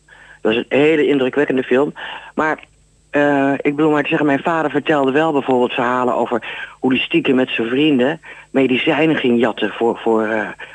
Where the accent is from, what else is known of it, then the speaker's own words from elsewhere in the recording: Netherlands; Meneer, ik ben Nederlander.